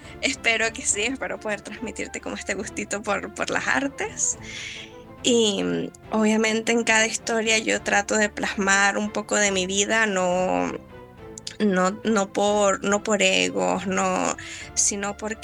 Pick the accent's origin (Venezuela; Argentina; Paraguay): Venezuela; now in Chile; mi familia es chilena, pero yo nací y crecí en Venezuela.